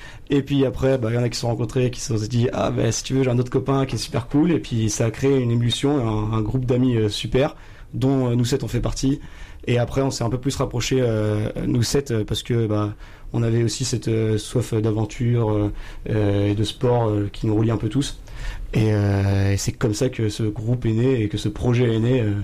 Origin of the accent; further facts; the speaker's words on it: Pays de la Loire, France; moi je suis de Vendée